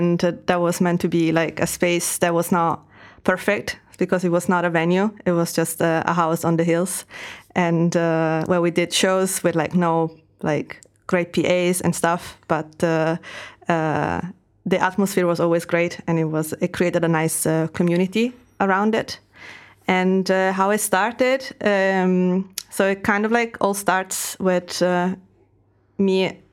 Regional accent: Verona, Veneto, Italy; English is a second language; it's a garden that with a little house that it's on the hills around Verona, that it's my hometown. And it was my grandfather's basically like garden where he was growing vegetables and making wine and have olive trees as Italian have.

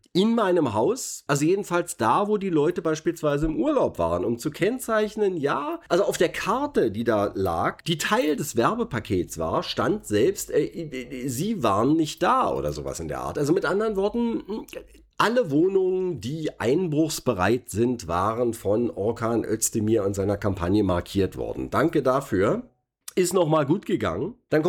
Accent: Berlin, Germany; ich bin gebürtiger Berliner und 60 Jahre alt.

